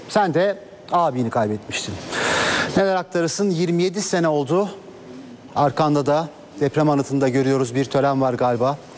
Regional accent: Gölcük, Kocaeli, Turkey; sen de oralısın, ben de oralıyım.

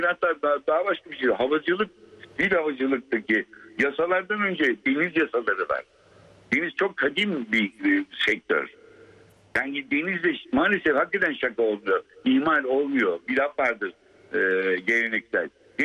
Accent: Istanbul, Turkey; Ben Alman ekolünde büyüdüm, İstanbul'da istediğim ben.

